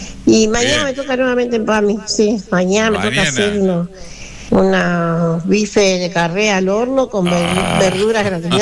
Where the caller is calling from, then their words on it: Santiago del Estero, Argentina; de Cerro, Santiago del Estero